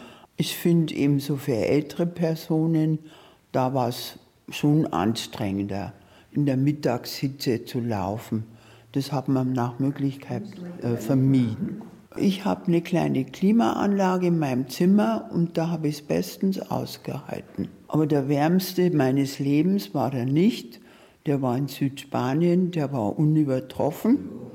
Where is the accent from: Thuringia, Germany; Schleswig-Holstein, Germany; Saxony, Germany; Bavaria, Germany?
Bavaria, Germany; Munich; Also ich komme aus München und da gibt es die Isarauen. Und da gibt es Bäume, da gibt es die Isar, da kann man sich abkühlen, das ist das eine.